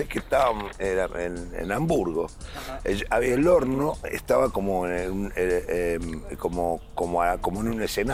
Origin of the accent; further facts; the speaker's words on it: Buenos Aires, Argentina; yo soy de Buenos Aires